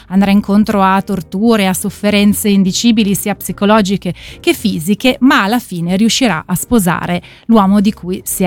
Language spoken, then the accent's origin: Italian; Genoa, Liguria, Italy; il mio legame con Genova è molto stretto, perché da bambina sono proprio cresciuta a Genova